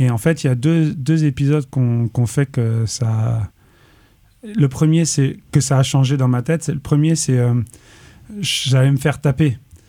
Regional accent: Paris, Île-de-France, France; On est tous de Paris.

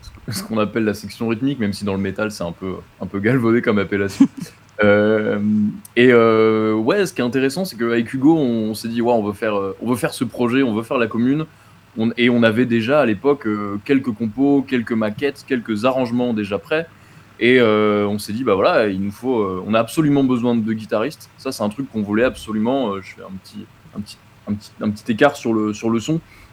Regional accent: Paris, Île-de-France, France; on est parisien.

